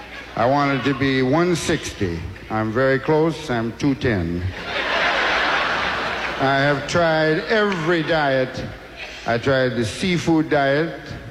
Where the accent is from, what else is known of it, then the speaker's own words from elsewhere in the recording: Jacksonville, Florida, United States; born there; I was born in Jacksonville, Florida, at the St. Vincent's Hospital.